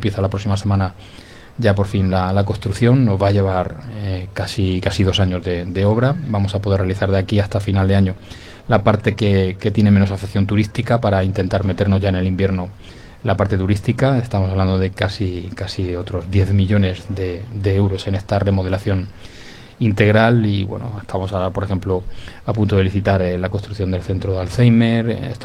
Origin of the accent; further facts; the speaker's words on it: Torrevieja, Valencian Community, Spain; nos han hecho un regalo a todos los torrevejenses